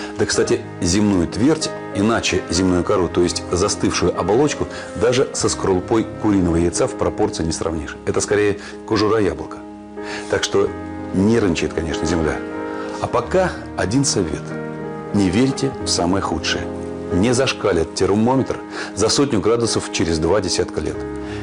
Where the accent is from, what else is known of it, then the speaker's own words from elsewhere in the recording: Moscow, Russia; как обыватель, опять же, как москвич, как автомобилист